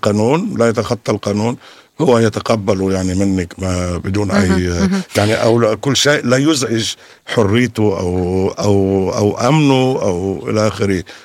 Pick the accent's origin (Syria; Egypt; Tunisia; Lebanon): Lebanon; moved away; وتعرف أني أنا لبناني،